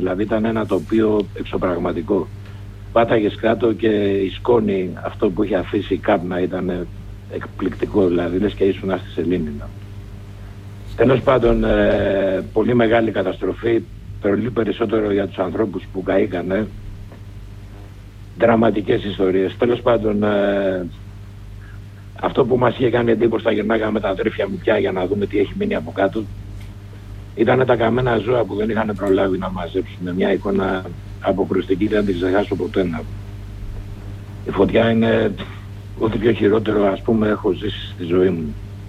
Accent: West Greece, Greece; γιατί το χωριό μου είναι 2 χιλιόμετρα από Ζαχάρο, σε ένα λόφο, η φωτιά γύρναγε γύρω-γύρω-γύρω-γύρω και λέμε την κάτσαμε, δηλαδή μόνο στη θάλασσα θα σωθούμε.

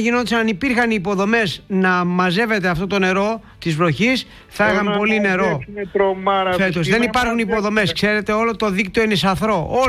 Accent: Piraeus, Attica, Greece; born there; also born or lived in Keratsini / Zografou; δύο περιοχές που έχω ζήσει, δηλαδή στον Πειραιά, στο Κερατσίνι, γιατί είμαι Πασαλιμανιώτης, από το Πασαλιμάνι γεννημένος, αλλά και στο Ζωγράφου

